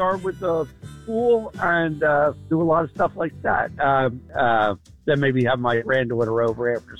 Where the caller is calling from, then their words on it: Lancaster, Pennsylvania, United States; We're up here in Lancaster.